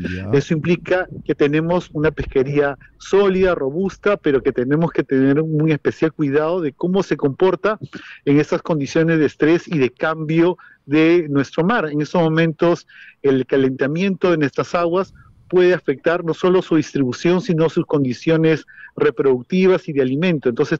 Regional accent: Peru; como peruanos y como autoridades

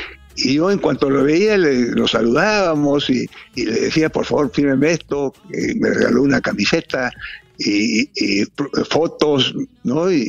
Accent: Peru; yo soy del Perú.

